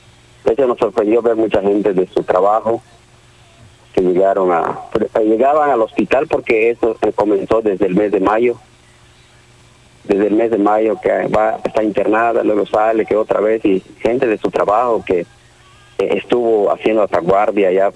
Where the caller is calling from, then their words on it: Yucatán, Mexico; somos del poblado de Folcá, aquí en Yucatán.